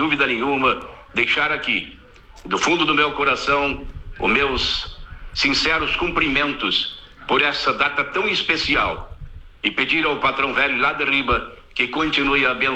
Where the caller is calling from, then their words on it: Rio Grande do Sul, Brazil; nós aqui do Rio Grande do Sul